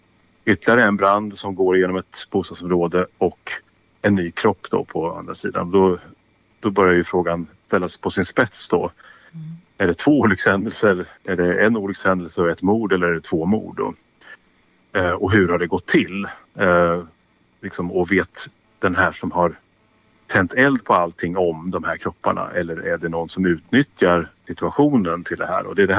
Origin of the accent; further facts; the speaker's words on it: Örebro, Örebro County, Sweden; born there; Och jag då som född örebroare och som älskar stan och kan stan väldigt bra, det är ju väldigt enkelt.